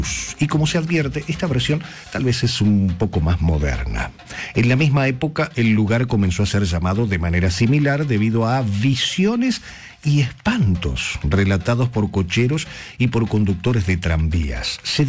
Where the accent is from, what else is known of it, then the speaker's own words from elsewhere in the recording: Mendoza, Argentina; es el patrono de Mendoza, justamente de mi tierra